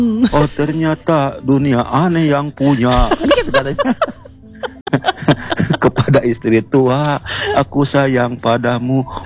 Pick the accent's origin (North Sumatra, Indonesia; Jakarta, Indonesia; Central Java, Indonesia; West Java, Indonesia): West Java, Indonesia; saya orang Sunda